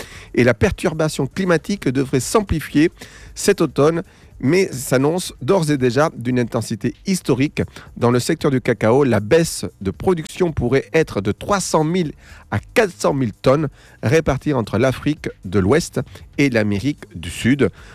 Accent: Chañaral, Atacama, Chile; moved away; dans ma ville natale, Chañaral

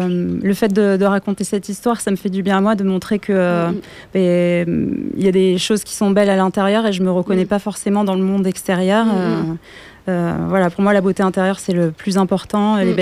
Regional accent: Bordeaux, Nouvelle-Aquitaine, France; Enfin, moi, je suis bordelaise.

